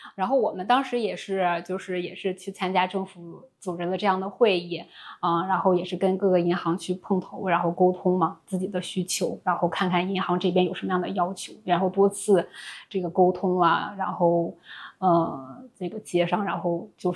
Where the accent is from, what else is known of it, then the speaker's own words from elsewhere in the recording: Dandong, Liaoning, China; 我们丹东的孩子们